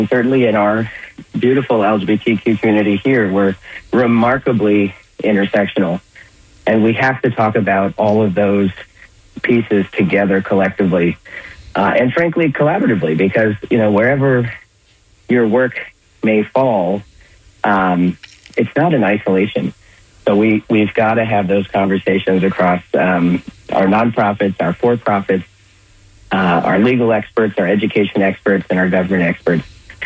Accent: Florida, United States; I mean, I'm from Florida. I'm kind of fresh.

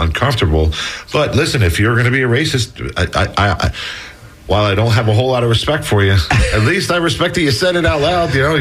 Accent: New Jersey, United States; I grew up in New Jersey, so I root for the New Jersey Devils and the New Jersey Nets and the New York Mets.

